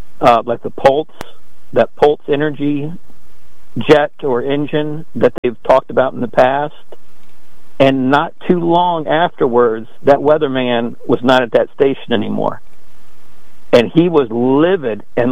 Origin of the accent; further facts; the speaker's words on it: Washington, District of Columbia, United States; now in Tampa, United States; I grew up in Washington, D.C., so you really couldn't see shooting stars and stuff.